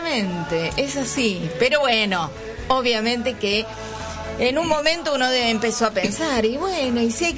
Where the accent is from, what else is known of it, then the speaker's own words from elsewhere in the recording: Argentina; es un poco lo que somos los argentinos.